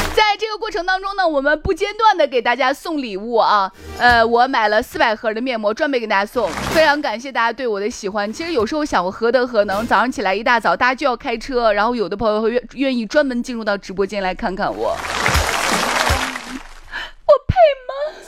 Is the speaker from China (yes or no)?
no; Thailand; Chinese is a second language; 萨瓦迪卡，卡崩卡，打在字儿哈。大家好，我是来自泰国的